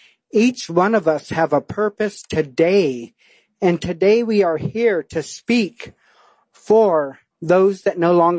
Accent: California, United States; together as California Native people

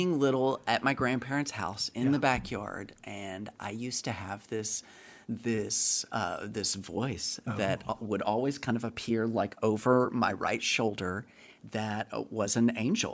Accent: the South, United States; now in Honolulu, United States; Because I'm from the South.

